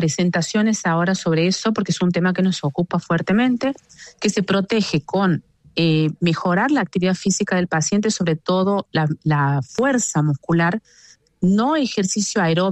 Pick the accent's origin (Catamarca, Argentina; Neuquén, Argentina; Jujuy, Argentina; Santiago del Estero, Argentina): Santiago del Estero, Argentina; con mucho orgullo de santiagueña y de Argentina